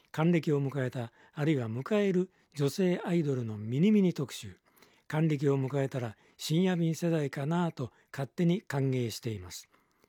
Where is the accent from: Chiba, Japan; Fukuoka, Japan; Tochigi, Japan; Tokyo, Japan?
Tochigi, Japan; 私と同じ栃木県出身であります。